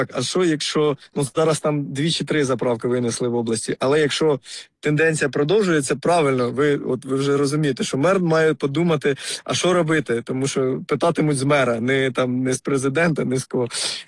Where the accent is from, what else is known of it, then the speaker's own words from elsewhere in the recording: Poltava Oblast, Ukraine; в нас Полтавщина видобуток газу